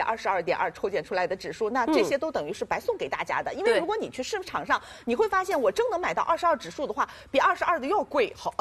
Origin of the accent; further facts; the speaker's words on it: China; 我们中国人不是那种吃饭方式啊